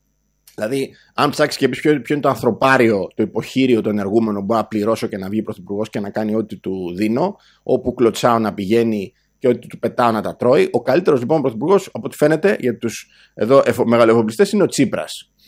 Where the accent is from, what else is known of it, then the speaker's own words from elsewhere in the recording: Greece; σαν Έλληνες είμαστε κατά της αποικιοκρατίας